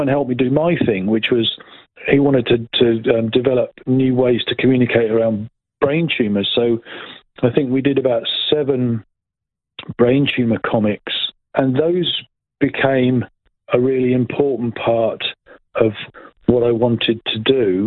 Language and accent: English; England, United Kingdom; because I'm English, right?